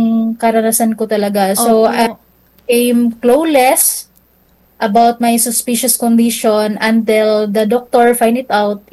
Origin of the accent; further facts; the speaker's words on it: Mindanao, Philippines; moved away as an adult; now in Manila, Philippines; I came from Mindanao po. Pumunta lang ako dito sa Maynila for medication